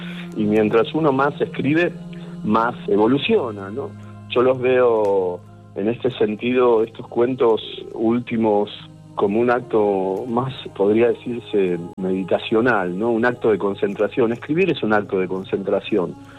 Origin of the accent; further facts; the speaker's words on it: Argentina; soy escritor, soy argentino. Tengo 61 años